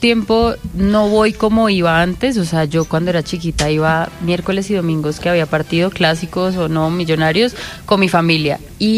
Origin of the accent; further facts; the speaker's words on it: Barranquilla, Atlántico, Colombia; Yo soy de Barranquilla.